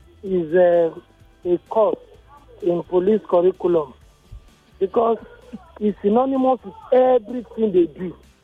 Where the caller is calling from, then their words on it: Nigeria; I'm calling from Morile in Sarigom.